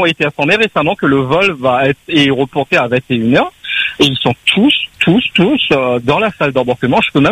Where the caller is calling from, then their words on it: Mauritius; moi je suis mauricien